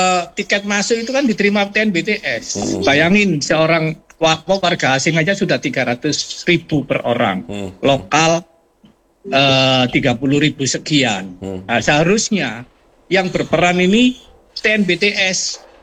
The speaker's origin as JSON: {"language": "Indonesian", "town": "Malang", "region": "East Java", "country": "Indonesia", "said": "walaupun saya orang Malang sendiri"}